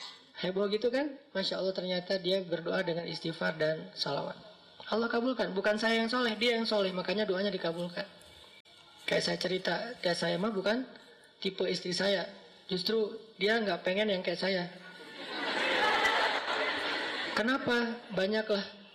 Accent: Aceh, Indonesia; moved away; also born or lived in Egypt; Karena beda culture antara Jawa sama Sumatera. Sumateranya Aceh pula. Yang di kampung saya itu memang markasnya GAM juga. Jadi kita terbiasa ngomongnya teriak-teriak.

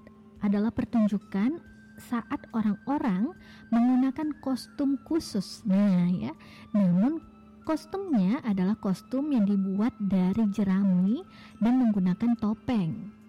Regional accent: West Sumatra, Indonesia; kita orang Minang

